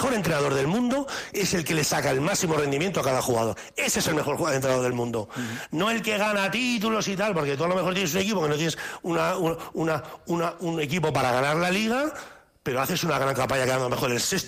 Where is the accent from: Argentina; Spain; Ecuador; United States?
Spain; Ibiza, Balearic Islands; engaño a nadie, yo soy de Ibiza y estoy encantadísimo de que gane el Mallorca porque es un equipo de Baleares